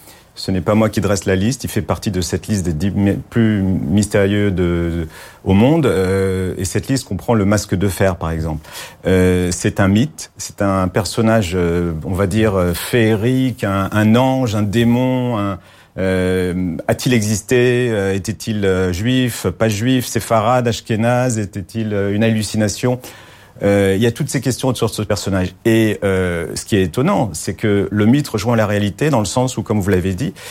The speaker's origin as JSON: {"language": "French", "town": "Paris", "region": "Île-de-France", "country": "France", "tie": "born there", "said": "je suis né à Paris"}